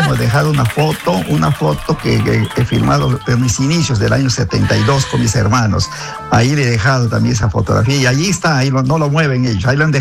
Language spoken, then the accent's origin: Spanish; Moyobamba, San Martín, Peru; representamos no solamente a mi tierra, Moyobamba, que es el corazón de la selva